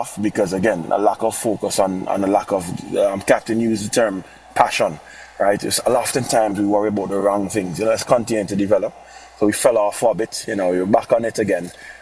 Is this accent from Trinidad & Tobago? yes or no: yes; Villa Point, Trinidad & Tobago; because I'm from the Villa Point community, went down to Lyme at the Panyard